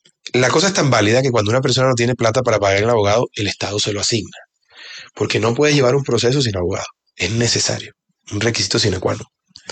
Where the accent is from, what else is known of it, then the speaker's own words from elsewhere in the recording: Bogotá, Colombia; born there; nací en Bogotá porque en esa época se usaba eso.